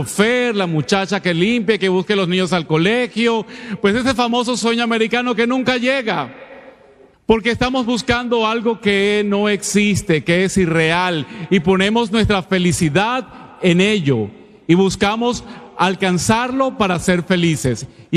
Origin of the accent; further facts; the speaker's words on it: Mexico; de donde soy yo, de México, pues la capital de las telenovelas